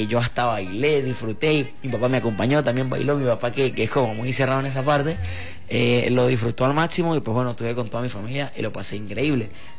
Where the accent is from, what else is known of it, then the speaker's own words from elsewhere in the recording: Mucujepe, Mérida, Venezuela; yo que soy de Mucuepe